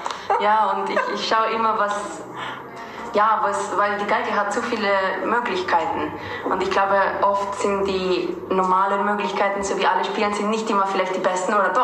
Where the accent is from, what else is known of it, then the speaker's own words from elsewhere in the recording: Granada, Andalusia, Spain; Und das ist aus meiner Heimatstadt, aus Granada.